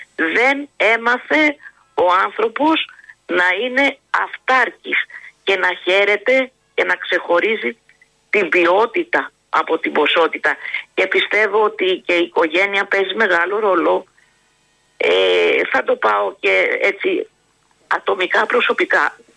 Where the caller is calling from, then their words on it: Greece; Και καλά, είμαστε δίπλα από την Τουρκία.